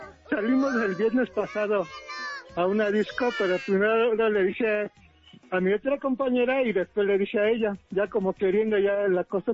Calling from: Ixtapaluca, State of Mexico, Mexico; Ando acá en Iztapaluca

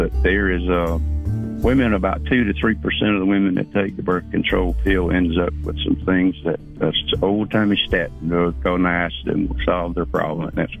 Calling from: Alabama, United States; I'm calling from Southeast Alabama

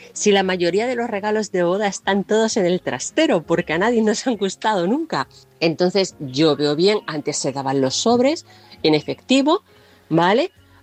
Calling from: Toledo, Castilla-La Mancha, Spain

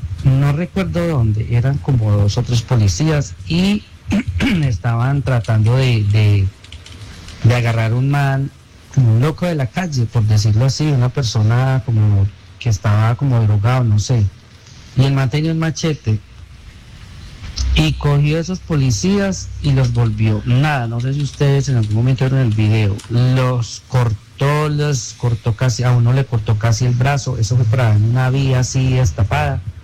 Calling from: Pereira, Risaralda, Colombia; de Pereira.

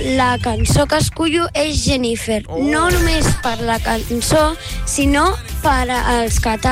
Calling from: Rubí, Catalonia, Spain

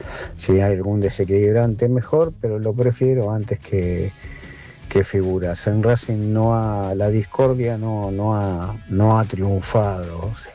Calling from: Buenos Aires, Argentina

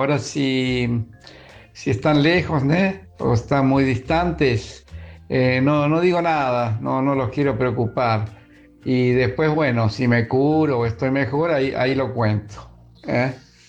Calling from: Santa Catarina, Brazil; del estado de Santa Catarina, Brasil.

